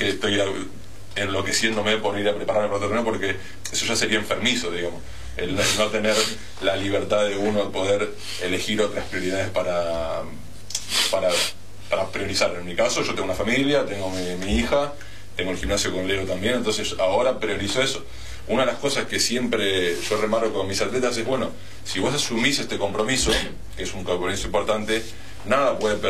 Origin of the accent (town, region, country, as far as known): Argentina